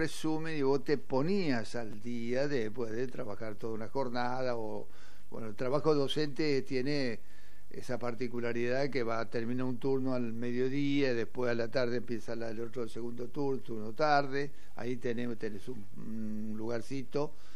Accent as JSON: {"language": "Spanish", "country": "Argentina"}